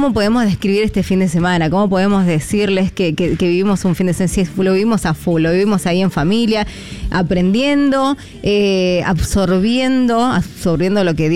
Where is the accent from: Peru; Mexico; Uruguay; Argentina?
Argentina; es mi país, es mi tierra, señores.